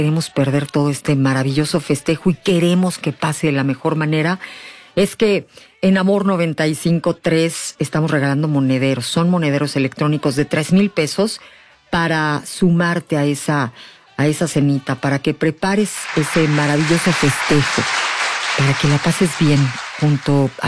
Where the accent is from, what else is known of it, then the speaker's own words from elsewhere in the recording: Mexico; Y eso somos los mexicanos. Cualquier pretexto es maravillosamente bueno.